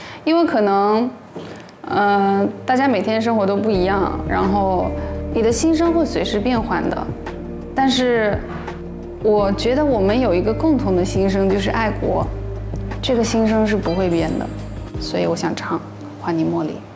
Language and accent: Chinese; China; 因为我们在中国这个土壤生长起来的